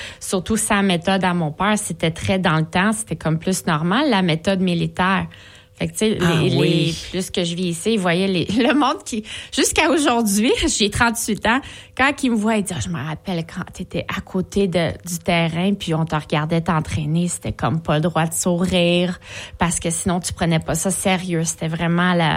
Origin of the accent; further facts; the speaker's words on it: Blainville, Quebec, Canada; also born or lived in Montreal; moi, je suis née en 87, puis j'ai grandi à Blainville.